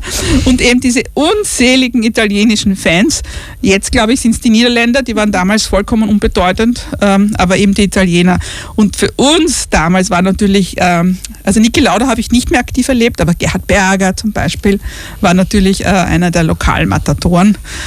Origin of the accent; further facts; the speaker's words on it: Styria, Austria; Ich komme aus dem Bezirk Nittelfeld, wo ja auch Spielberg liegt, und habe eben noch erlebt den Österreichring, den A1-Ring und dann den Red Bull-Ring.